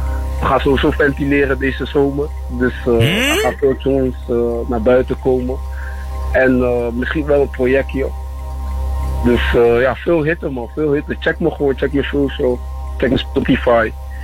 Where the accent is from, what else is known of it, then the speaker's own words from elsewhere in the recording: Nijmegen, Gelderland, Netherlands; vanuit waar ik vandaan kom, Nijmegen